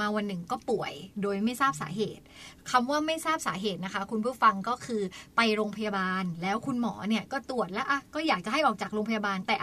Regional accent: Nakhon Si Thammarat, Thailand; accent: Southern Thai; หนูเป็นคนจังหวัดนครศรีธรรมราช

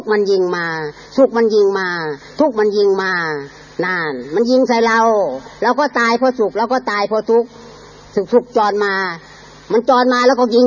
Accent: Isan, Thailand; ผมมาจากอีสานผมมาบำเพ็ญอยู่เชียงใหม่

